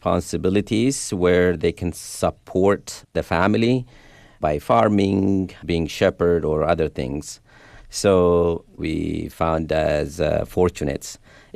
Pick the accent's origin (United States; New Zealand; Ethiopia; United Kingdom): Ethiopia; first language Sidama; English is a second language; in Sidaminya, which is my mother tongue language